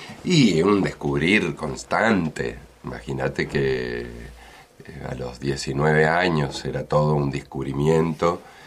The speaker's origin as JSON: {"language": "Spanish", "region": "Mendoza", "country": "Argentina", "tie": "born or raised there", "moved": "yes", "said": "Sí, claro, claro. Sí, es mi casa, es mi tierra y cargo energías. En cuanto puedo, vengo porque me hace bien venir a Mendoza."}